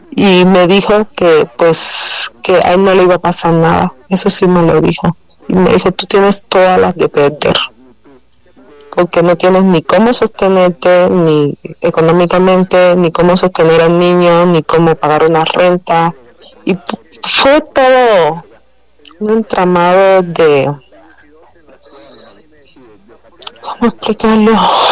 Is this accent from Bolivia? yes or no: no; Cuba; la diferencia de mí, que soy de origen cubano, que yo estoy nacionalizada actualmente